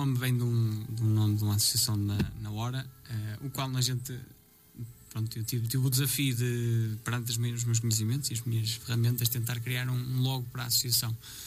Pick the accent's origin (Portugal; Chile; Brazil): Portugal; Lousada, North; sou de Sousela de cima